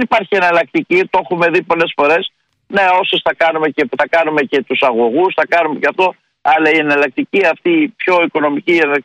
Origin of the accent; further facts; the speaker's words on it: Greece; σε αυτή τη στρατηγική διαπρέπουμε εμείς ως Έλληνες.